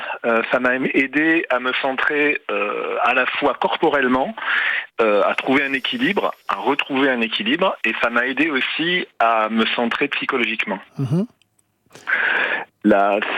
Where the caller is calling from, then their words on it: Anglet, Nouvelle-Aquitaine, France; J'appelle d'Anglet, à côté de Bayonne.